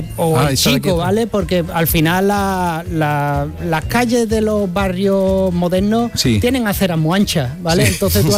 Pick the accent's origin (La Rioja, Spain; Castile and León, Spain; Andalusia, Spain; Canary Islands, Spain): Andalusia, Spain; Jerez de la Frontera; now in San Juan de Aznalfarache, Spain; Porque soy padre primerizo y San Juan de Andafarache está muy lejos de Jerez de la frontera cuando tiene un niño de un año.